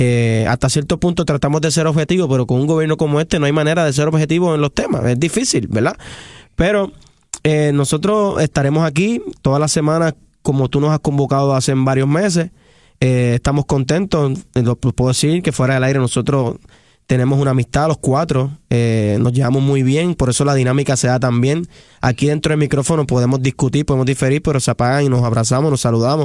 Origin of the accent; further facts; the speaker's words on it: Puerto Rico; porque nosotros no solamente somos el futuro, somos el presente de Puerto Rico.